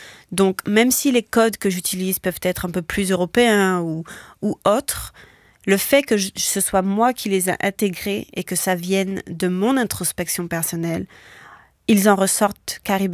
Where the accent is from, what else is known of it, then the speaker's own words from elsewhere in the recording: Guadeloupe; now in United States; quand j'ai grandi en Guadeloupe